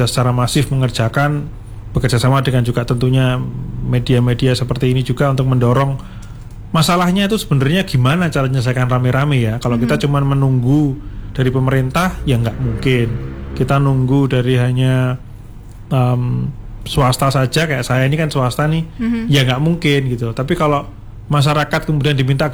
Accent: Malang, East Java, Indonesia; born there; saya lahir di Malang dan saya ingin juga berkontribusi tentunya untuk Kota Malang, dan harapannya bisa lebih luas lagi ke Jawa Timur dan di Indonesia.

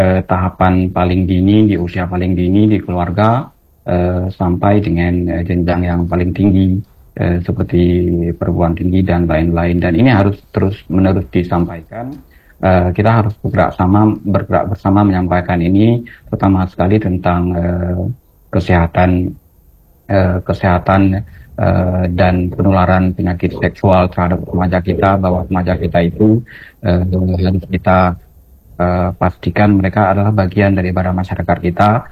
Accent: Aceh, Indonesia; masyarakat kita Aceh

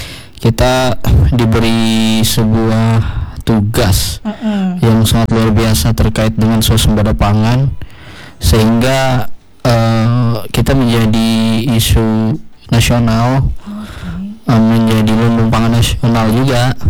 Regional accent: Palangkaraya, Central Kalimantan, Indonesia; also born or lived in Pulang Pisau; Oh, asli saya kan orang Palangkaraya.

